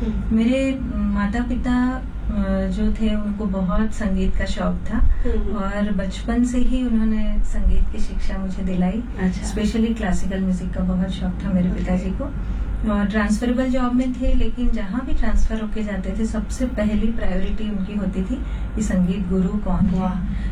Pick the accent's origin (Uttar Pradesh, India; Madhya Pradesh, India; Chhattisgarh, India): Madhya Pradesh, India; Khandwa; मेरी भूमि खंडवा है जहाँ के … जी हैं, जगत विख्यात जिनका नाम है। तो मुझे अच्छा लगता है कि मैं ऐसी नगरी से हूँ जहाँ से इतने बड़े बड़े आर्टिस्ट निकले हैं।